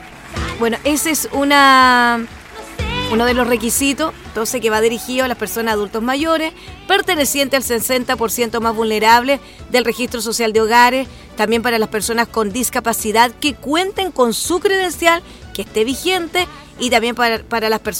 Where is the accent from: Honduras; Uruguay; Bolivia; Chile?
Chile